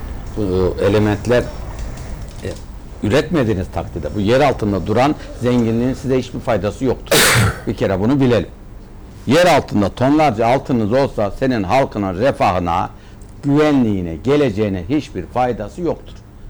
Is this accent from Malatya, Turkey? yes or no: yes; Hekimhan, Malatya, Turkey; moved away; ben kendim Malatya hekim anlayayım. Bizim hekim an maden yatağıdır. Evet. Ben çocukluğum madenin içinde geçti. Orada büyüdüm, orada çalıştım.